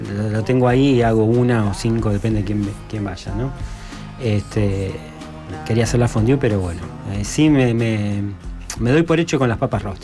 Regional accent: Argentina; Claro, pero yo digo nosotros los argentinos.

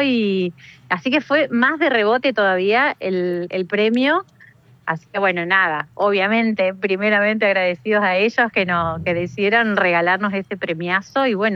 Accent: Argentina; Entonces, como todo lo que era argentinidad estaba donde estábamos los argentinos.

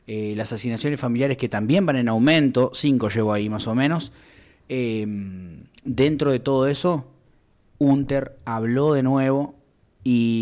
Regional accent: Argentina; nosotros como argentinos

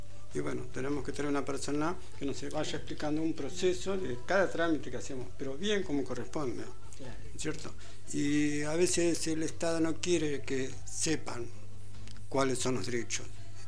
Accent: Escobar, Buenos Aires Province, Argentina; soy de Escobar

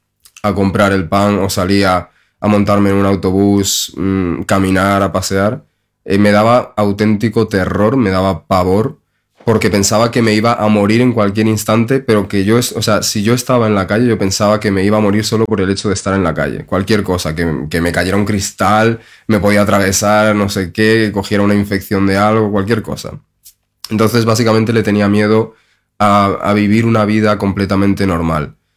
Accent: Madrid, Community of Madrid, Spain; born there; also born or lived in Tenerife / Galicia; yo soy un chico español, nací en Tenerife. Y realmente he vivido toda mi vida en Madrid durante 10 años de mi infancia. Y después tuve que mudarme con mi familia a Galicia y después de un tiempo, unos 3 años, volví a Madrid.

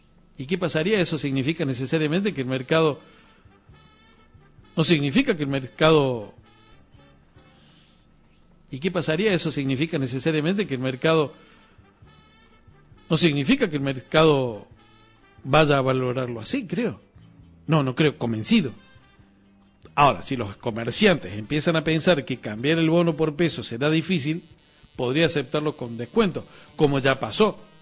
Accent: Argentina; nuestro peso argentino es el que tiene curso legal.

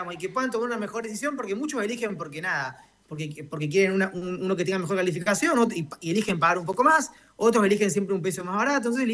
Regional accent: Córdoba, Argentina; obviamente en Córdoba, porque somos cordobeses

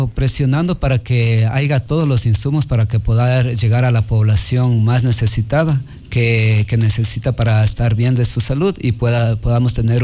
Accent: Ecuador; nosotros somos el ombligo del Ecuador

